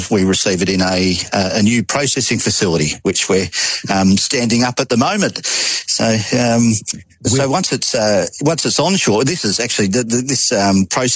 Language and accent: English; Australia; I'm an Australian.